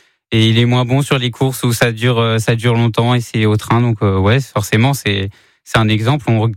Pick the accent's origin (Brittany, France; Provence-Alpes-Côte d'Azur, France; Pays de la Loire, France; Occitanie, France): Pays de la Loire, France; Saint-Calais; born there